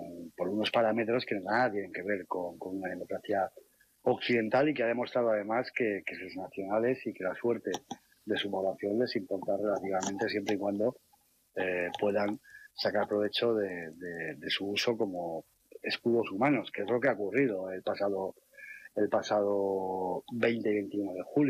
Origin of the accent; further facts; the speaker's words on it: Alicante, Valencian Community, Spain; moved away; me ha dado tiempo a viajar a mi tierra, a Alicante, a Benidorm